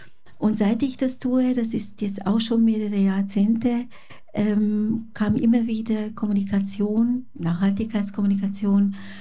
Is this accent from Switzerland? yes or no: yes; Switzerland; born there; also born or lived in Hungary; Ich bin gebürtige Ungarin, in Ungarn geboren und kam dann als kleines Kind in die Schweiz. Und ich bin eigentlich ungarisch-schweizerische Doppelbürgerin.